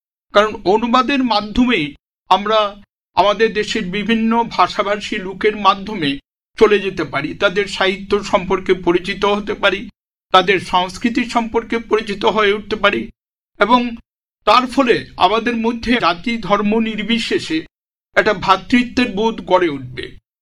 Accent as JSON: {"language": "Bangla", "region": "Assam", "country": "India", "tie": "born or raised there", "moved": "as an adult", "lives_now": "Kolkata, India", "said": "অসমে জন্ম, অসমে পড়াশোনা, সমস্ত কিছু অসমে হওয়া সত্ত্বেও"}